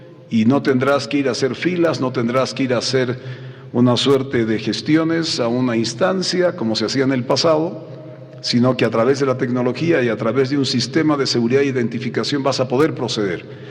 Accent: Bolivia; yo voy a tener que identificarme como boliviano sin dejar mi pasado, sin dejar mi presente

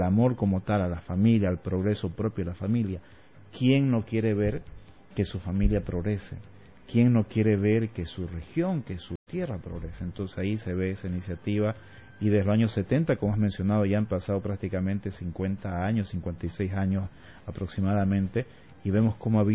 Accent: Santa Cruz, Bolivia; lo conservador que somos también como cruceños

